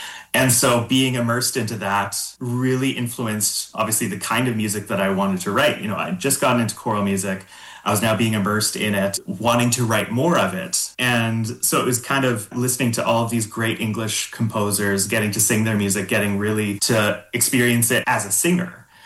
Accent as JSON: {"language": "English", "town": "Regina", "region": "Saskatchewan", "country": "Canada", "tie": "born or raised there", "moved": "as an adult", "said": "So I was raised in Regina. I went to university there. I lived there until I was about 21."}